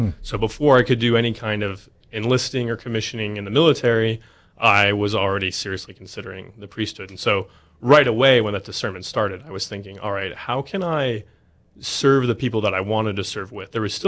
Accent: Lakota, North Dakota, United States; born there; also born or lived in Alaska / Grand Forks area, North Dakota / Mayville, North Dakota; I grew up in Lakota primarily. Okay. I grew up in Lakota till I was 12 years old. Then my family moved out of state for a couple of years. We actually lived in Alaska

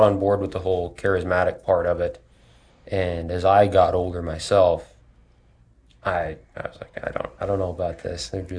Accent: Montana, United States; moved away; Well, for me, I grew up going to the Assemblies of God in my hometown back in Montana.

